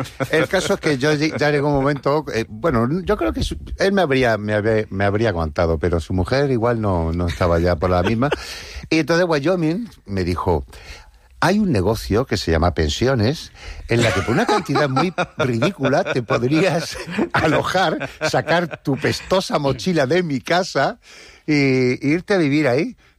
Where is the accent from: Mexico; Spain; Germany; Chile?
Spain; Cádiz, Andalusia; Pues aquí estoy, en Cádiz, mi tierra.